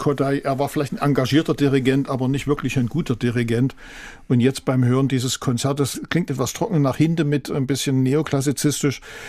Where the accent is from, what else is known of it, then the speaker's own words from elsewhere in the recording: Leipzig, Saxony, Germany; Und dann geht's interessant für mich zumindest als Leipziger weiter.